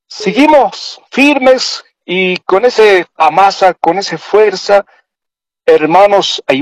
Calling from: El Alto, La Paz, Bolivia; aquí le estoy llamando desde Ciudad del Alto.

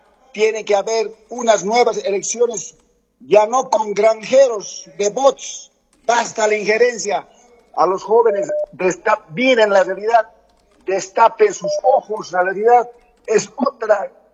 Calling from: Sacaba, Cochabamba, Bolivia; desde López Sancho, Sacaba, Cesanías, de Sacaba.

